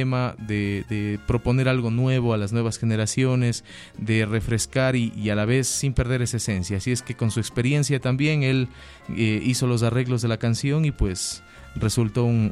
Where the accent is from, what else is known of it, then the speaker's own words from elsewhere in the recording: Cuenca, Azuay, Ecuador; now in Quito, Ecuador; mi ciudad natal, en Cuenca. Estamos ahora acá por la capital, que considero mi segundo hogar.